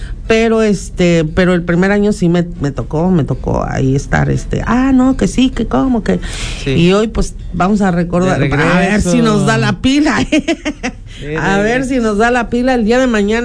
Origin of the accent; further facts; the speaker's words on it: San Andrés Cholula, Puebla, Mexico; Mi terruño.